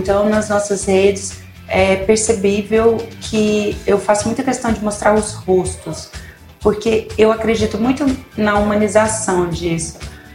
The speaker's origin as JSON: {"language": "Portuguese", "town": "Goiânia", "region": "Goiás", "country": "Brazil", "tie": "born there", "moved": "as an adult", "lives_now": "Brasília, Brazil", "said": "nasci em Goiânia, tenho uma mãe incrível, dois irmãos. Eu sou do meio, vim para Brasília com 23 anos, amo a cidade, se tornou minha cidade, meu lar."}